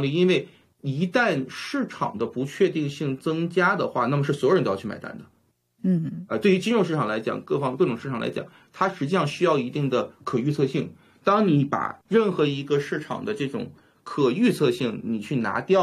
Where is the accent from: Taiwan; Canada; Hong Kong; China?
Canada; 我们加拿大不像美国，我们相对来说经济是更弱一点的啊。